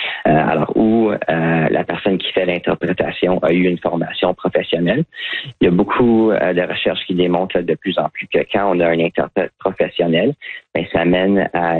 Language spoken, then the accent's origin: French; Ottawa, Ontario, Canada; Oui, moi j'ai grandi à Ottawa, puis j'ai fait la plupart de mes études en français